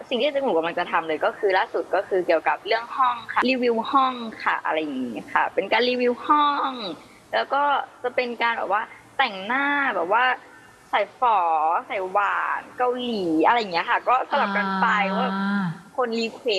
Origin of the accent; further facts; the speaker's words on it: Phang Nga, Thailand; หนูต้องบอกว่าแม่หนูเป็นคนอีสานค่ะอุดรค่ะแต่พ่อต้องถึงภาคใต้ค่ะ